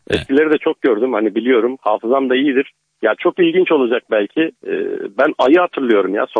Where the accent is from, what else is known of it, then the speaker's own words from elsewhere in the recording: Istanbul, Turkey; Mecidiyeköy tarafındaydım.